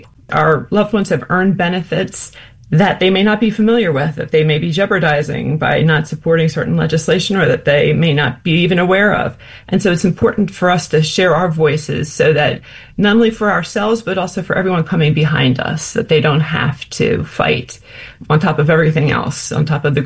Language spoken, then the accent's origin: English; New Jersey, United States